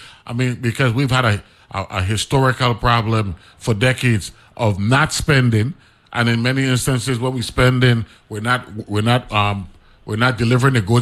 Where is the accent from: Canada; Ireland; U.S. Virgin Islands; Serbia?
U.S. Virgin Islands